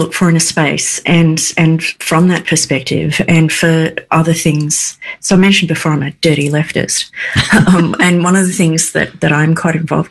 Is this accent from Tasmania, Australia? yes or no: yes; Tasmania, Australia; So I grew up in Tasmania, for people that haven't heard me go on about that constantly. Sometimes I'm proud of it and sometimes it's a burden.